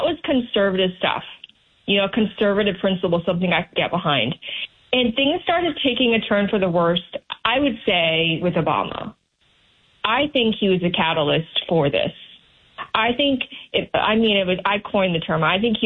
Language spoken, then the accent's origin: English; Sheffield, Yorkshire and the Humber, United Kingdom; now in United States; I'm from England, the United States, Sheffield, England.